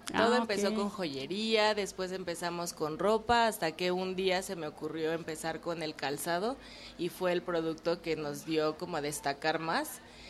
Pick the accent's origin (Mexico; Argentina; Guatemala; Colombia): Mexico; Valladolid, Yucatán; Venimos de Valladolid, Yucatán, y pues tuve oportunidad de volver a la universidad y formar parte de la feria de rural.